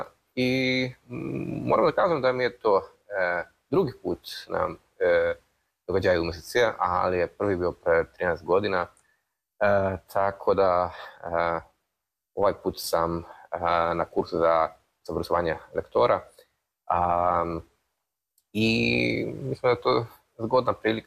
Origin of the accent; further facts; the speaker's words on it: Kraków, Lesser Poland, Poland; Serbian is a second language; dolazim iz Krakova, iz Poljske.